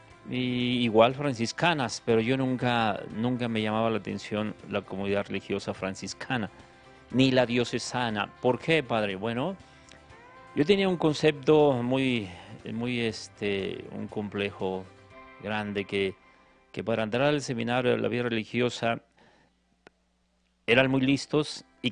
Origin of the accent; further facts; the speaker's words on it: Guadalupe, Zacatecas, Mexico; soy de Guadalupe, Zacatecas